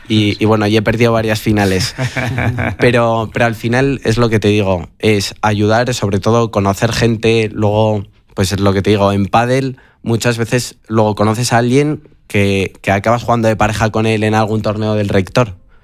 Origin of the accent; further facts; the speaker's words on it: Pamplona, Navarre, Spain; soy de Pamplona